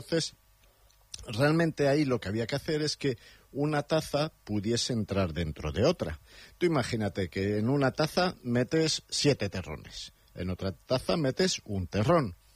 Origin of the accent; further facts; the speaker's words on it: Madrid, Community of Madrid, Spain; born there; Yo soy gato, mis padres nacieron en Madrid, yo nací en Madrid, mis padres nacieron en Madrid, dos de mis cuatro abuelos nacieron en Madrid, los otros dos se vinieron de jovencitos a Madrid, a 47 kilómetros, o sea que soy muy gato